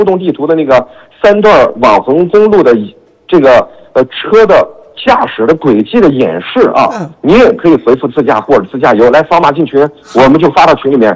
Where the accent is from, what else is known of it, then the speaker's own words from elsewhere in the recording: Xinjiang, China; 这二道桥文旅集团也是作为咱们本地二道桥大巴扎的这个非常用咱们新疆话说非常劳道的文旅企业